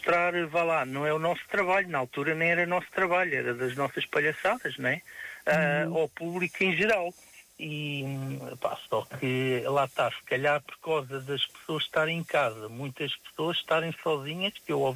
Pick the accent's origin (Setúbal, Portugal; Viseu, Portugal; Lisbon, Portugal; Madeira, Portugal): Lisbon, Portugal; Odivelas; Então, eu sou de Odivelas.